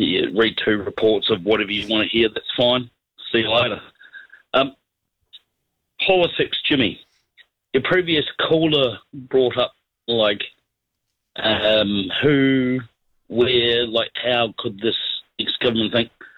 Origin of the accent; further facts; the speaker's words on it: New Zealand; now in Australia; I love my home country.